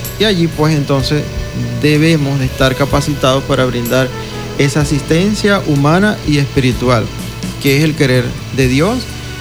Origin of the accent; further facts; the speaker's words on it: Punta de Mata, Monagas, Venezuela; now in Maturín, Venezuela; Yo soy de Punta de Mata